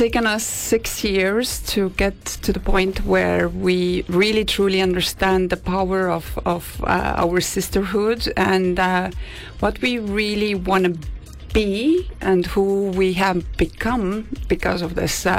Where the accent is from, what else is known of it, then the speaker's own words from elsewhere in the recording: Estonia; So I am from Estonia, which when people don't know where Estonia is, I always ask, do you know where Santa Claus lives?